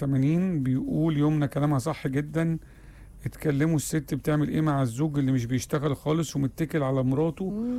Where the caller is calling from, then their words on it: Aden, Yemen; من اليمن عدن، اهلا بيكم.